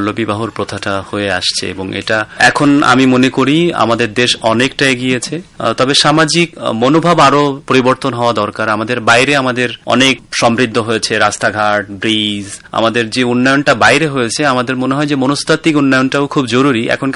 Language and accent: Bangla; Bangladesh; আমার দেশে আমি সবাই এখনো অনেকে জানে না যে আমি বাংলাদেশি।